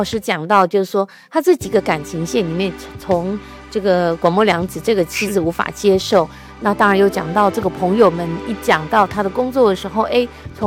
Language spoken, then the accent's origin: Chinese; Yilan County, Taiwan; moved away; 我是宜兰嘛